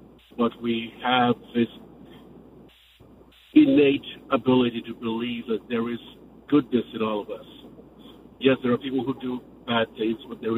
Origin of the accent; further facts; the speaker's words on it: Lagos, Nigeria; I grew up in Lagos, Nigeria. We have Muslims and we have Christians.